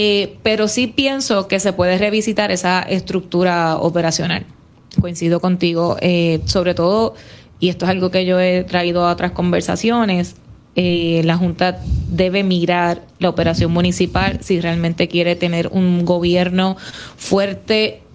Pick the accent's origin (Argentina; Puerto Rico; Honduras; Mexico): Puerto Rico; Morovis; y soy de Morovis, by the way, por si acaso. siento que tengo standing para hablar de Morovis.